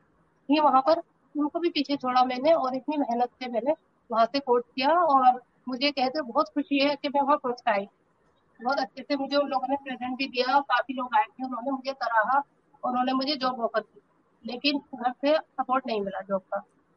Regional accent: Rampur, Uttar Pradesh, India; और मैं रामपुर शहर के छोटे से मोहल्ले कलकत्ता की रहने वाली हूँ।

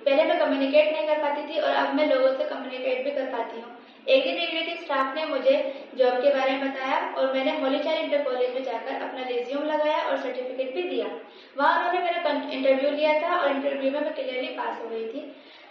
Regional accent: Rampur, Uttar Pradesh, India; मैं 19 साल की हूँ, मैं बीए फर्स्ट ईयर में हूँ और मैं पीडब्ल्यूडी कॉलोनी बदोटोला रामपुर उत्तर प्रदेश की रहने वाली हूँ।

